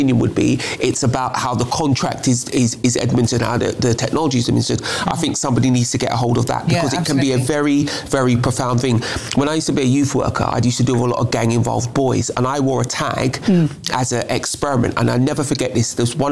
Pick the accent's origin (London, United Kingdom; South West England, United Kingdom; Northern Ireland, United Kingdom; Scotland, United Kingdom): London, United Kingdom; I grew up near Scrubs Prison. I could see it from where I lived.